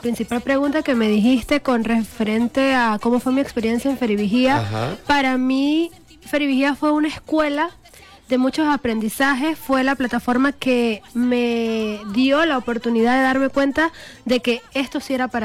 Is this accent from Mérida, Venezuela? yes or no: yes; El Vigía, Mérida, Venezuela; El estado Mérida se caracteriza por ser muy extenso, pero principalmente vengo de la Puerta de los Andes, que es el municipio Alberto Adriani.